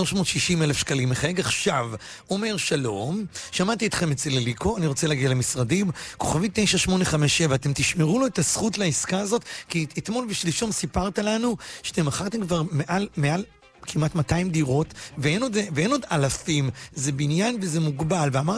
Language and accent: Hebrew; Bat Yam, Tel Aviv District, Israel; moved away as an adult; now in Rishon LeZion, Israel; אני גדלתי בבת ים, התחנכתי בבת ים, אמא שלי ואחותי והאחיינית שלי ואני, ליבי בבת ים, הייתי בבלפור ובעמידר, וגדלתי בראשונים, ולמדתי באורט הבונים, ואני אוהב את בת ים, אני אומנם כבר 20 שנה פלוס בראשון